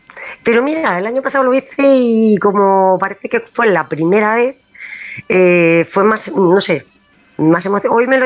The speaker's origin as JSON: {"language": "Spanish", "town": "Alicante", "region": "Valencian Community", "country": "Spain", "also_born_or_lived": "Murcia", "said": "hemos pasado un poquito, pero venimos de Alicante y Murcia."}